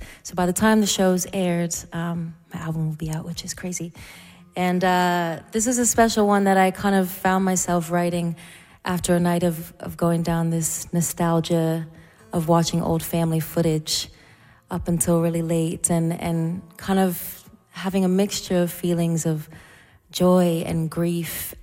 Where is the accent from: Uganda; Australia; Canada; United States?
Canada; Canning, Nova Scotia; As a kid, I remember growing up in Canning and just, it was such a wonderful place to grow up.